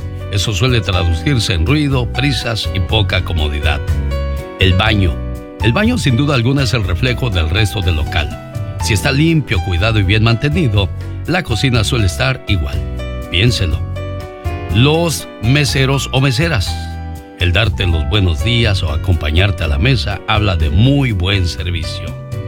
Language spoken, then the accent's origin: Spanish; Mexico; yo soy mexicano